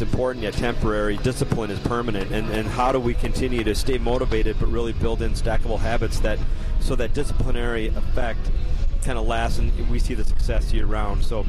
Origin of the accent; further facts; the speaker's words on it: Greeley, Colorado, United States; born there; I was born in Greeley, as many don't know.